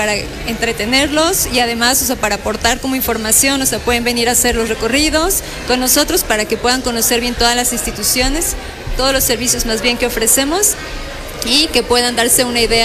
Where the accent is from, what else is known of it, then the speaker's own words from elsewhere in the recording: Cuernavaca, Morelos, Mexico; now in Puebla, Mexico; No, yo soy de Cuernavaca, Morelos.